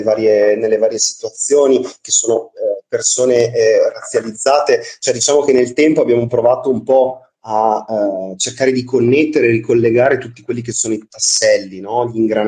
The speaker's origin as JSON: {"language": "Italian", "town": "Trieste", "region": "Friuli-Venezia Giulia", "country": "Italy"}